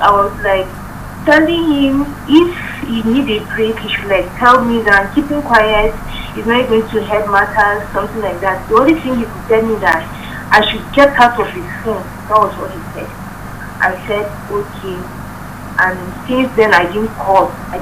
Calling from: Nigeria; I'm calling from Abattoir.

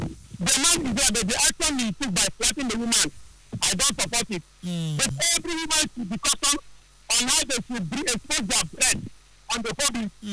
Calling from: Port Harcourt, Rivers, Nigeria; I'm calling from Port Harcourt.

